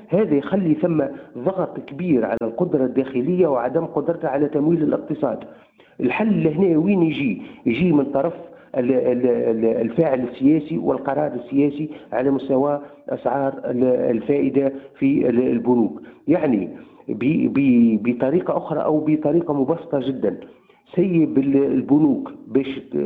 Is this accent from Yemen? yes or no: no; Tunisia; إحنا كاقتصاد تونسي